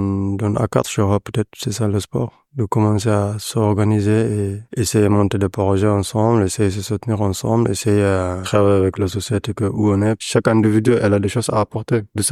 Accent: Sudan; moved away as an adult; now in France; j'ai 35 ans, je viens de Soudan.

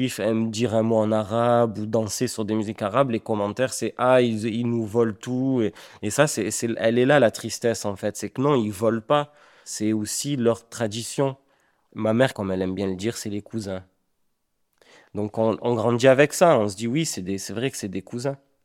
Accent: Marseille, Provence-Alpes-Côte d'Azur, France; moi, j'ai 35 ans. Je suis né à Marseille. J'ai quasiment toujours vécu à Marseille. Et j'ai grandi dans le quartier du Panier. Alors, mon père est arrivé d'Algérie en 64.

